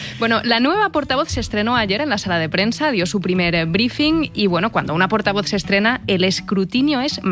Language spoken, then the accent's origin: Spanish; Andorra